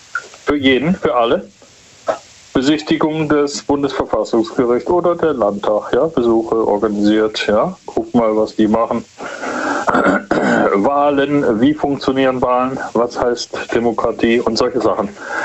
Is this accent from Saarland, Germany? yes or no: no; Stuttgart, Baden-Württemberg, Germany; ich komme aus Stuttgart und da gibt es viele Staffeln, da musst du die Staffeln hochrennen.